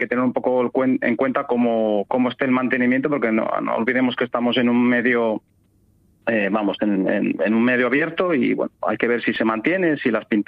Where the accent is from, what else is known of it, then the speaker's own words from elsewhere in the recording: Cangas del Narcea, Asturias, Spain; De mi tierra, esta vez, a la otra Cangas que tenemos, que es la de Onís.